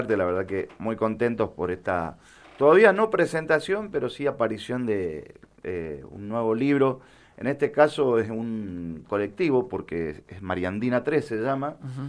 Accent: San José, Mendoza, Argentina; born there; now in Bermejo, Argentina; Sí, Bermejino. Sí, Bermejino por adopción, porque nací en San José, pero bueno, es un barrio grande. Un barrio grande y en Bermejo ya vivo hace no sé cuánto. No lo quiero contar, pero son muchos años.

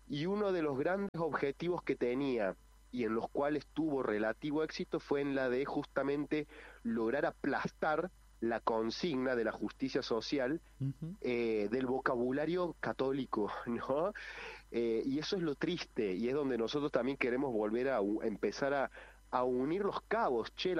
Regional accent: Córdoba, Argentina; uno acá como cordobés

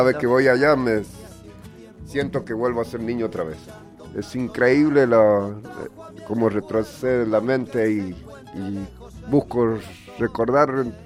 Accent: 9 de Julio, San Juan, Argentina; moved away; de allá de los pagos de mi San Juan querido, mi San Juan del alma y de mi pueblito 9 de julio

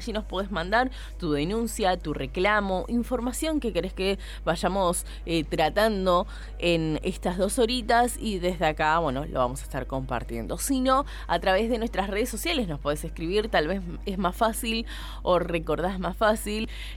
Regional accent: José C. Paz, Buenos Aires Province, Argentina; Somos de José C. Paz, somos de la zona de Pilar, somos de la zona de Moreno, de San Miguel, de Malvinas Argentinas.

